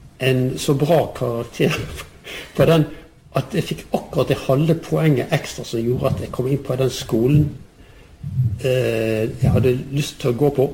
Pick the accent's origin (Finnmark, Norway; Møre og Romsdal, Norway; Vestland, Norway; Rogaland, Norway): Vestland, Norway; Bergen; Og jeg er jo bergenser, men jeg kunne jo egentlig ha liksom gjerne skrevet nynorsk ut fra språket mitt